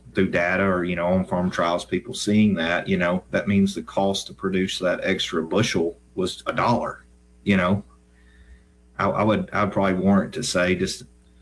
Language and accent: English; Tennessee, United States; So I grew up in West Tennessee, grew up on a small farm in West Tennessee, and wanted to see what was out there and travel.